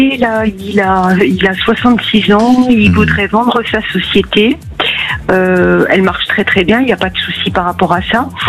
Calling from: Bourgogne-Franche-Comté, France; J'habite à côté de Belfort. La plus grande ville, c'est Mulhouse. C'est dans l'est de la France.

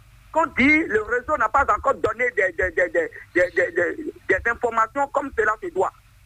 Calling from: Benin; Je vous appelle depuis Viguet.

